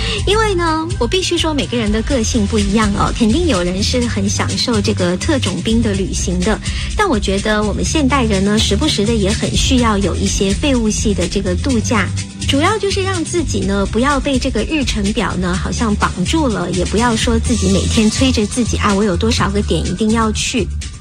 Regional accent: Canada; 像我们加拿大人很喜欢去 Cancun 呢

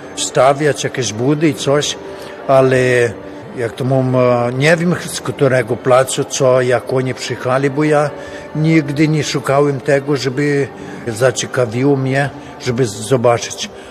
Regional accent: Brazil; Ja urodziłem się, maluśki byłem w domu, to ojce tylko po polsku gadali i ja nauczyłem się po polsku. Jak poszłem do szkoły, to ja nic nie umiałem po brazylijsku.

